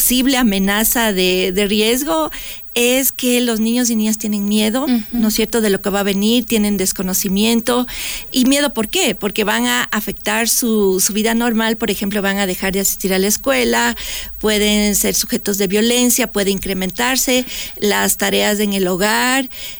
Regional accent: Ecuador

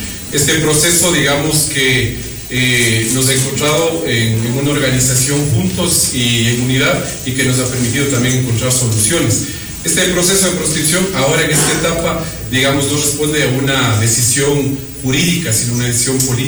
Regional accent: Ecuador; nosotros como militantes de la Revolución Ciudadana y como ecuatorianos en general.

